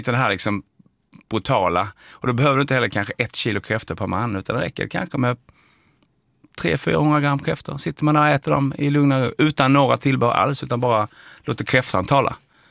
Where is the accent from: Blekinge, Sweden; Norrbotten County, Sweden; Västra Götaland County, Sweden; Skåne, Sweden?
Skåne, Sweden; Men jag är nästan uppvuxen på Österlen, kan man säga, stor del av mitt liv.